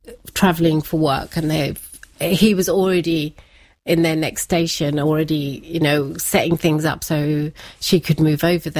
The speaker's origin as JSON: {"language": "English", "region": "Goa", "country": "India", "said": "because I'm actually originally from Goa."}